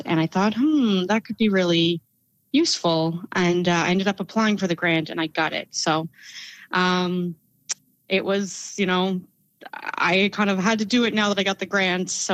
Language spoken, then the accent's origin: English; Halifax, Nova Scotia, Canada; moved away as an adult; also born or lived in Montreal / Vancouver / Toronto; I ended up moving back to Halifax, where I'm from Montreal.